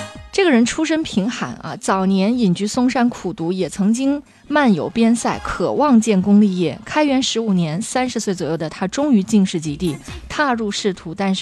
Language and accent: Chinese; Northeast China, China; 没有说我们东北人的表达有什么不好的地方啊，没有谁高谁低，就是我们表达方式不同